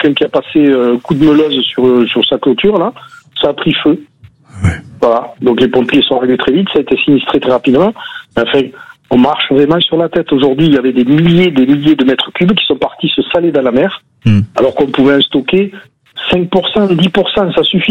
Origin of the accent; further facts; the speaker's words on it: Nouvelle-Aquitaine, France; moi je suis du Lot-et-Garonne.